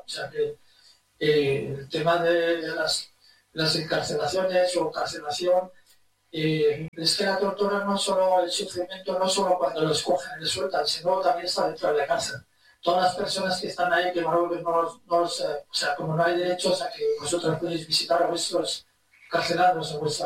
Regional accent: Rif, Morocco; Spanish is a second language; soy del norte, de Rif, especialmente, soy de la zona de Rif y de Refino, de Misa.

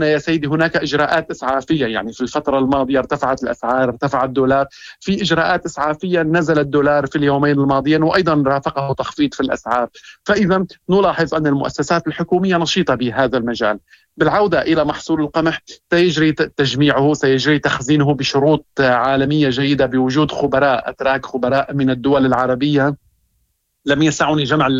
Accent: Syria; نحن واعيين كسوريين،

